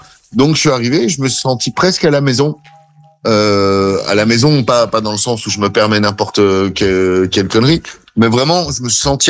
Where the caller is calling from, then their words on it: Wavre, Wallonia, Belgium; J'habite à Wavre, donc en Belgique